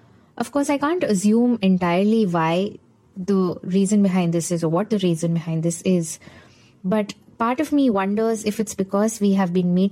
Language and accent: English; India; As an Indian, I can tell you that when the British colonizers came to India, they didn't say that they are coming to occupy our land, steal our resources, or murder our people.